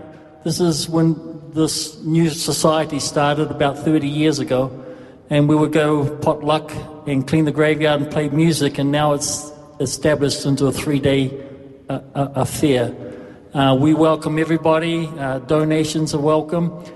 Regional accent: New Zealand; I'm a New Zealander

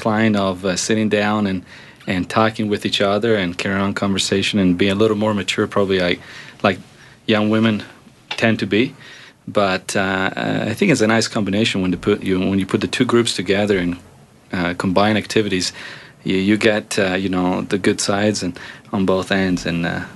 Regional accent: Italy; I'm from Italy originally

